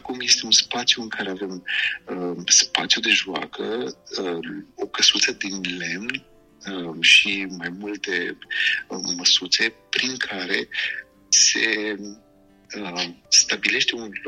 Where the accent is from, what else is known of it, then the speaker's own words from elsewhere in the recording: Romania; now in Vienna, Austria; noi suntem români în Viena sau în Austria